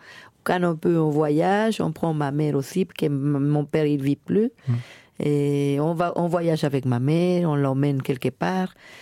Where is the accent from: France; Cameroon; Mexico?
Mexico; moved away as an adult; now in Luxembourg; depuis 30 ans, hein, je suis au Luxembourg. En Europe, 33. Donc oui, je vais chaque année. Parfois, je reste un peu plus longtemps